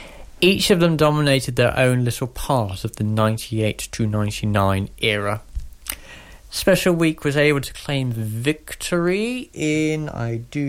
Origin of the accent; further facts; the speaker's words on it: United Kingdom; You can tell I'm British